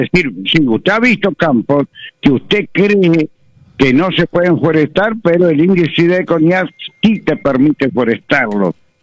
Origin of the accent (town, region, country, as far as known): Uruguay